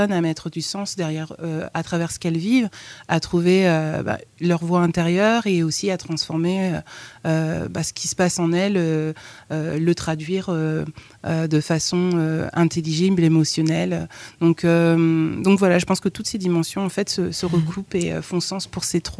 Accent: Tours, Centre-Val de Loire, France; French is a second language; also born or lived in Kinshasa, Congo / Bourges; Et donc, je suis née à Kinshasa, au Congo. Je suis arrivée en France dans ma 4e année, après avoir rejoint mes parents qui sont des réfugiés politiques. Et j'ai grandi à Tours. J'ai fait toute ma scolarité à Bourges, dans le Cher.

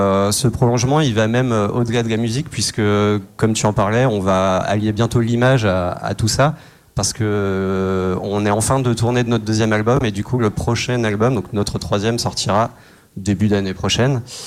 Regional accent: Strasbourg, Grand Est, France; On est de Strasbourg.

